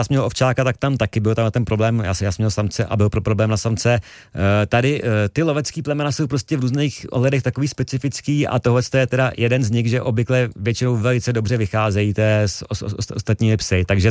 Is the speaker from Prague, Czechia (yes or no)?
no; South Bohemian Region, Czechia; jsme startovali z Tábora přes Bechyň do Protivína, Bavorov, Vodňany, to je asi nějakých taky přes 100 kilometrů kraje mýho dětství, kde vlastně se narodili moji rodiče.